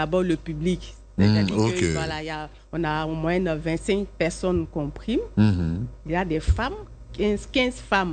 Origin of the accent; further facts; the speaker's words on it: Côte d’Ivoire; moi, je suis de la Côte d'Ivoire